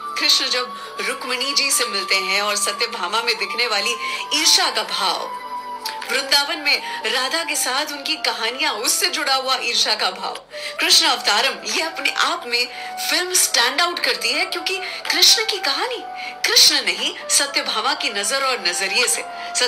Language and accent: Hindi; Ahmedabad, Gujarat, India; मैं गुजरात से हूँ, अहमदाबाद से, और यहाँ उठते ही हर इंसान सबसे पहले गुड मॉर्निंग नहीं जय श्री कृष्ण कहता है एक दूसरे को।